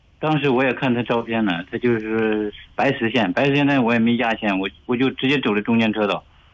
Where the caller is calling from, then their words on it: Anyang, Henan, China; 我是河南安阳的。